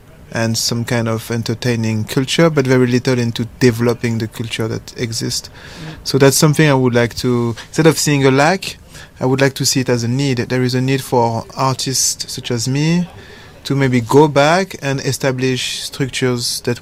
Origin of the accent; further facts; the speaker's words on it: France; English is a second language; also born or lived in Germany; But initially, I am a dancer from the Conservatoire of Lyon, so it's like a so I'm like a French bred, yeah.